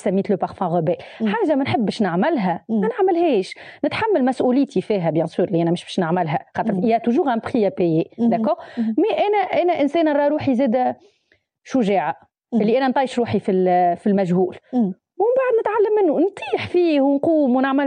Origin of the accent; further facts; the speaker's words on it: Sousse, Sousse Governorate, Tunisia; moved away as an adult; also born or lived in Sbeitla, Kasserine; وانا من سوسه على باز معناها انا اصلي الاصيل من سبيتلا من القصرين اما معناها عايشة وقريت وكل شيء في سوسة.